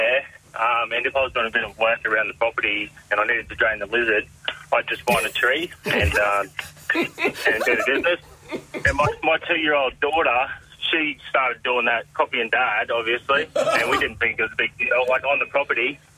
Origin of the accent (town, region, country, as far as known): Wamuran, Queensland, Australia